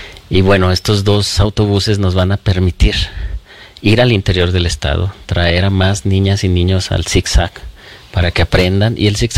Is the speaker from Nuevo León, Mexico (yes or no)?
no; Jerez, Zacatecas, Mexico; yo soy de Jerez